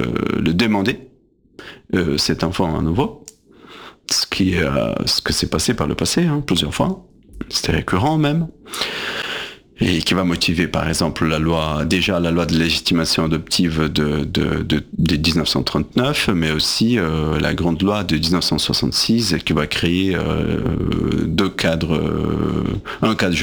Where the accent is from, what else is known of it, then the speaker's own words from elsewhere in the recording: Brazil; moved away; d'où je viens, du Brésil